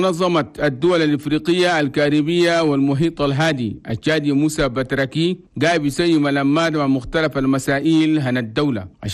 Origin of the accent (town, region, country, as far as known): Chad